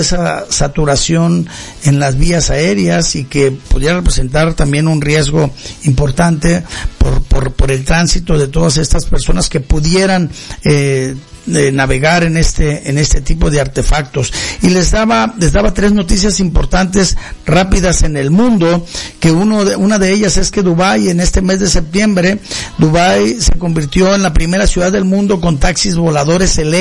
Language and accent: Spanish; Mexico; Y usted se preguntará, ¿y México? Y nosotros como mexicanos, ¿cuál es nuestra expectativa en este segmento, en este sector?